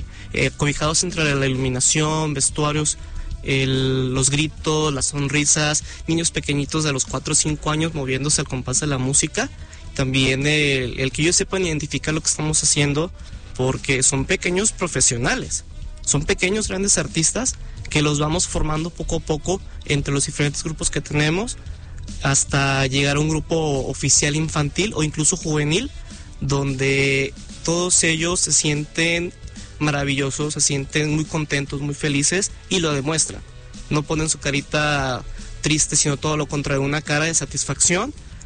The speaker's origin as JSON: {"language": "Spanish", "region": "Jalisco", "country": "Mexico", "said": "nuestro importantísimo estado de Jalisco"}